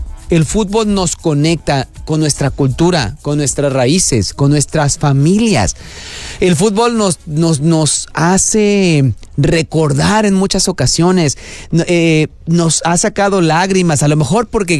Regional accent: Mexico; está sucediendo en nuestra ciudad, nuestro país, en este caso somos mexicanos

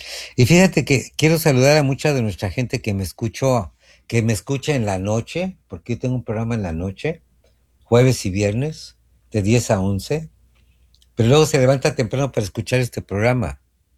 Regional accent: Mexico; yo soy mexicano

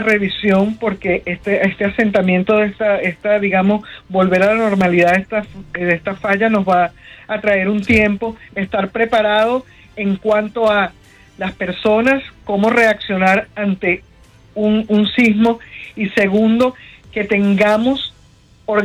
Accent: Maracay, Aragua, Venezuela; moved away; Yo soy de Maracay, mi familia vive en Maracay

